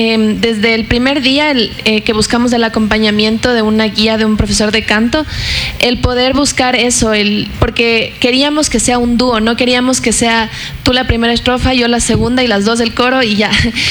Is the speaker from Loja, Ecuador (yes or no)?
no; Ambato, Tungurahua, Ecuador; por ser de Ambato nos veía como que así, como rara.